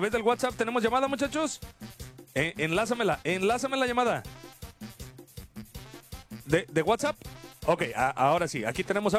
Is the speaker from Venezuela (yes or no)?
no; Michoacán, Mexico; Soy michoacano, tonto, y me gustan